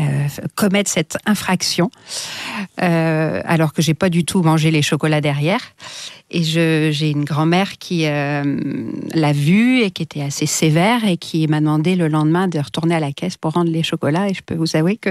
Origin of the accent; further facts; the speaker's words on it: Rennes, Brittany, France; Ah oui, je suis née à Rennes, j'habitais dans un petit village à côté de Rennes.